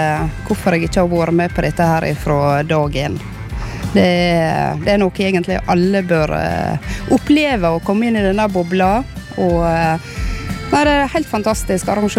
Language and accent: Norwegian; Måløy, Vestland, Norway; Det er klart vi er fra Måløyen.